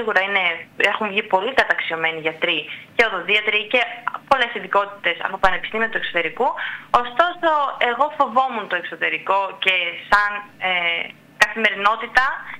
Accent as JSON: {"language": "Greek", "town": "Fournoi", "region": "North Aegean", "country": "Greece", "tie": "born or raised there", "said": "ενός παιδιού που ζει στους Φούρνους."}